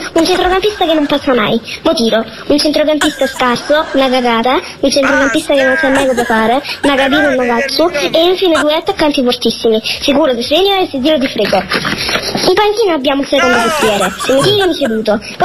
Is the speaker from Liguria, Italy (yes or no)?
no; Oria, Apulia, Italy; ho 7 anni, sono di Oria